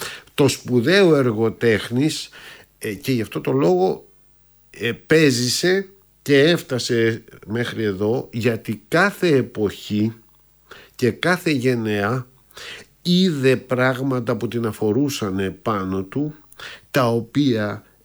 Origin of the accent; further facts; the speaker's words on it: Peloponnese, Greece; born there; first language Greek; moved away as an adult; also born or lived in Athens, Greece / France; Ποιος είμαι εγώ που είμαι Έλληνας, που γεννήθηκα στην Πελοπόννησο, που σπούδασα στην Αθήνα, που μιλάω την ελληνική γλώσσα, η οποία ήταν και η μόνη γλώσσα που ήξερα και μίλαγα, και τότε μάθαινα και γαλλικά.